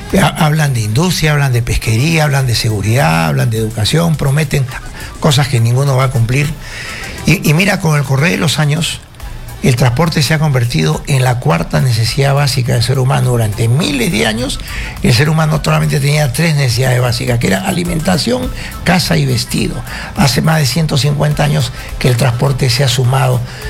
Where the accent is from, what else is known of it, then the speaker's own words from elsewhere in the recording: Peru; Como peruanos, ¿por quién debemos votar?